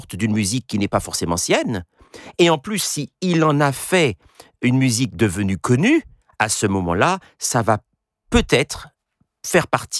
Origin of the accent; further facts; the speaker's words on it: Martinique; si par exemple nous sommes en Martinique, puisque oui, je suis martiniquais